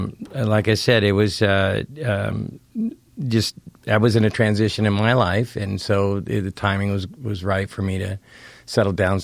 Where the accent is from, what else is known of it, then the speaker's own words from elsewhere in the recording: Redwood City, California, United States; moved away as an adult; also born or lived in San Francisco / Marin / Montclair, Oakland; now in Crescent City, United States; I was born in San Francisco, grew up all over. My childhood mainly down the peninsula in Redwood City area, and then I lived up in Marin in my young adult life.